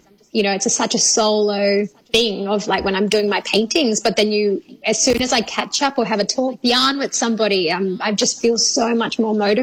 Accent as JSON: {"language": "English", "region": "Western Australia", "country": "Australia", "tie": "born or raised there", "said": "We all know, like, growing up in the Kimberleys, sometimes it's hard to really be the one who going after your shining"}